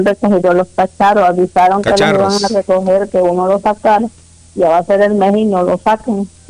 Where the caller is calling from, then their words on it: Guanacastal, Mexico; De Guanacastal